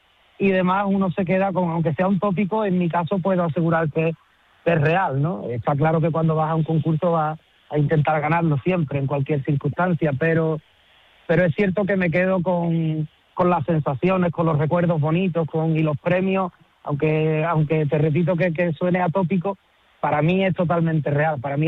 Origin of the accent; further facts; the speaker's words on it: Córdoba, Andalusia, Spain; mi tierra, de Córdoba